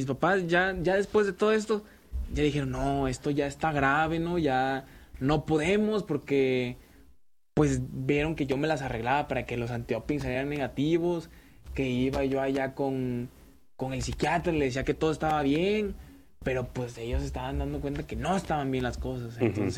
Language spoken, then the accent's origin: Spanish; San Andrés Tuxtla, Veracruz, Mexico